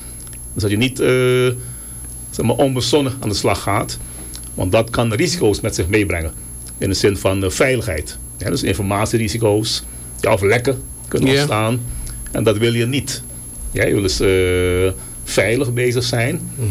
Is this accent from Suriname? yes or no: yes; Suriname